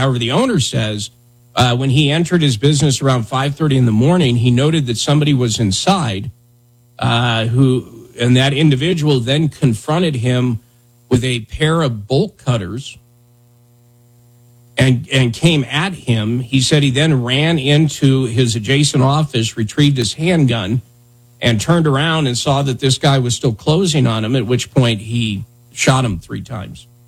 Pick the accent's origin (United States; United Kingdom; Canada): United States; Wyoming; growing up in Wyoming